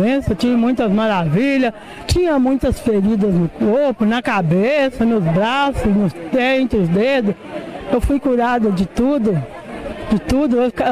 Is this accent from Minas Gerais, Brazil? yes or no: yes; Contagem, Minas Gerais, Brazil; Contagem.